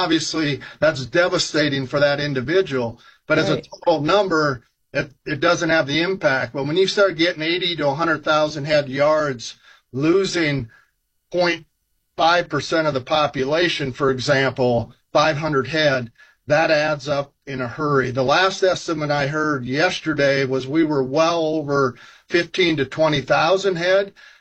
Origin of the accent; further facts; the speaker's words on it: Texas, United States; And I'll start with Texas, our home state, at least my home state where I'm at now.